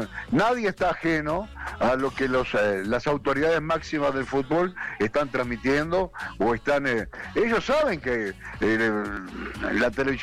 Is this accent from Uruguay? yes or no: yes; Uruguay; ya en Uruguay somos todos futboleros